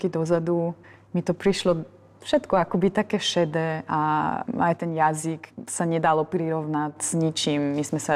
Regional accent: Austria; Slovak is a second language; moved away as an adult; now in Slovakia; čo sme tu štyria z Rakúska, sme sa asi pomerne dobre naučili po slovensky

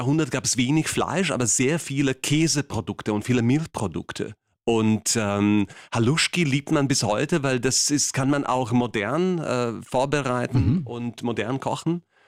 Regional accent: Slovakia; fast jeden zweiten Freitag als Redner bei irgendeiner Demonstration in meiner Heimat. Vor allem im Westen und in der Mitte der Slowakei.

